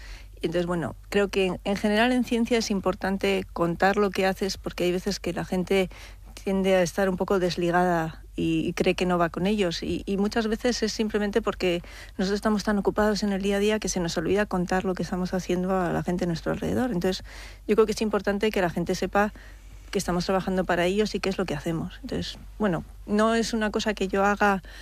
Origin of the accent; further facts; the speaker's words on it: Bilbao, Basque Country, Spain; moved away as an adult; Bueno, es que soy de Bilbao.